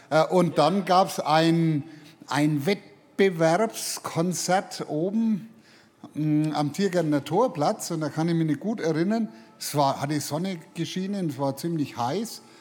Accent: Nuremberg, Bavaria, Germany; für mich als Nürnberger

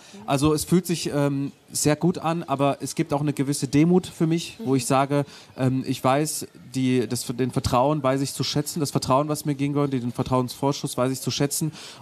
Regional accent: Germany; Ich bin aber in Deutschland geboren, aufgewachsen. Ich kenne kein anderes Leben, ich kenne keine andere Sozialisierung und ich weiß gar nicht, wo ich woanders meine Heimat nennen kann.

